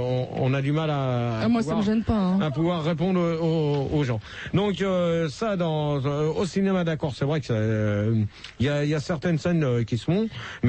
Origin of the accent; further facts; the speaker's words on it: France; Non, moi je suis français